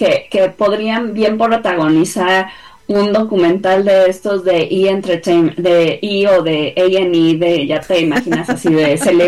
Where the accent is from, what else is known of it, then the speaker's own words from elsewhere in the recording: Mexico; a mí, como mexicana